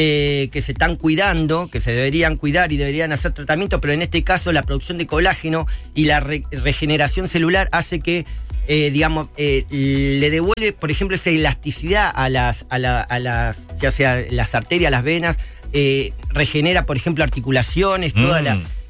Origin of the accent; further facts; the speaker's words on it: La Plata, Buenos Aires Province, Argentina; Soy de La Plata